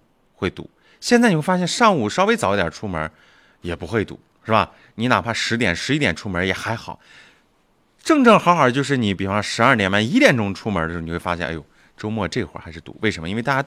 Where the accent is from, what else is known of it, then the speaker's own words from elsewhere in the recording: Shihezi, Xinjiang, China; 我一个从小生在长在石河子的人来说，我从小啊，巧了，亲爱的朋友们，我还出生在就是在八毛石河子八毛这个地方啊，81毛纺厂，从小就吃八毛凉皮儿啊